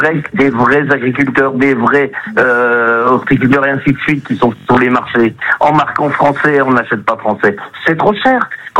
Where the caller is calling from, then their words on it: France; Je vis en France